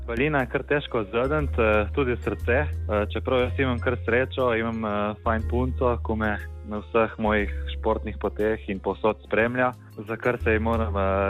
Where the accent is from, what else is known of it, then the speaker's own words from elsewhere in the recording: Kobjeglava, Slovenian Littoral, Slovenia; Ma tle prav doma v Kobje glavi